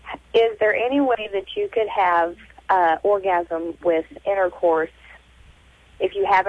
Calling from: Kansas City, United States; Yes, I'm 21. I'm from Kansas City.

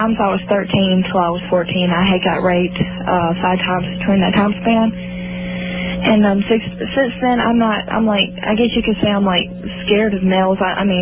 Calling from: Georgia, United States

